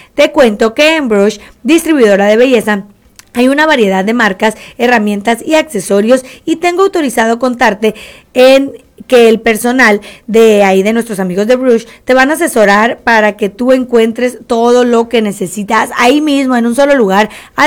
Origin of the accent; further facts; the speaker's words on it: Mexico; como decimos los buenos mexicanos